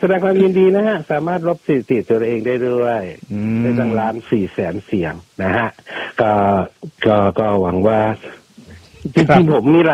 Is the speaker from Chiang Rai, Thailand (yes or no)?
no; Bangkok, Thailand; ขอในฐานะคนกรุงเทพนะฮะ